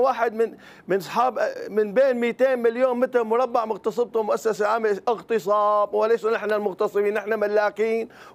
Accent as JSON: {"language": "Arabic", "country": "Syria", "said": "العلم السوري رفع رأسنا ونحن وين نطلع؟ يعني أنا بعرف هلأ إذا بدي أطلع من أرضي هلأ أنا كل سورية أرضي"}